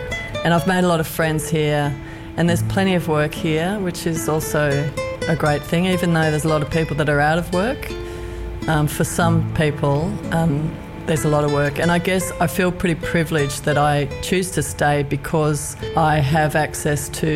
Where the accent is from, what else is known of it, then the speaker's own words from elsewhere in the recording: Melbourne, Victoria, Australia; moved away as an adult; now in Alice Springs, Australia; I was born in Melbourne in the southeastern suburbs. I was there for nearly 30 years and then I travelled around Australia and stopped in Alice Springs.